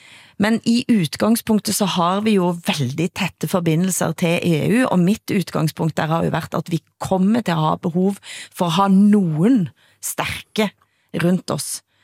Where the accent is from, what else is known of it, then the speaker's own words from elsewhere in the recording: Norway; Som norrman vill jag vara extremt rasande för detta också.